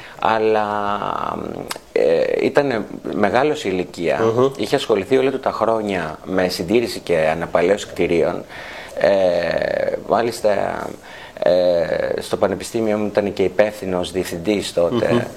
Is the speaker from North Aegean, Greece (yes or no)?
yes; Thymiana, North Aegean, Greece; moved away as an adult; also born or lived in Thessaloniki / Leicester, England; Λοιπόν, γεννήθηκα στη Χίο 20 Απριλίου του 1978 και μεγάλωσα στο χωριό των Θημιανών, όπου πήγα σχολείο στο δημοτικό σχολείο των Θημιανών και από εκεί στο γυμνάσιο και το λύκειο του κάμπου.